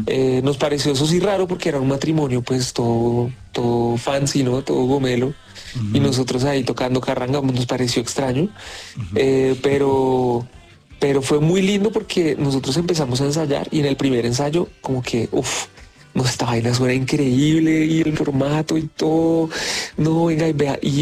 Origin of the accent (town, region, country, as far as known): Colombia